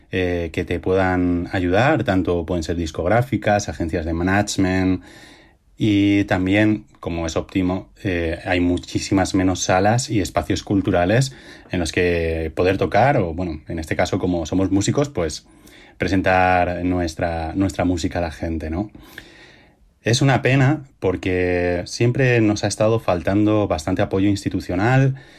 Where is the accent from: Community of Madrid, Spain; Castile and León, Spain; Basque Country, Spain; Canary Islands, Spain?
Castile and León, Spain; de Castilla y León, de nuestra tierra. Como sabéis, nosotros somos de Salamanca y de Valladolid y durante nuestra gira siempre defendemos que somos unos provincianos.